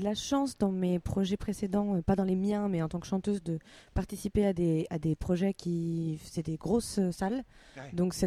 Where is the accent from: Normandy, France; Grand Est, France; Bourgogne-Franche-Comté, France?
Normandy, France; Rouen; born there; now in between Normandy and Paris, France; Je suis rouennaise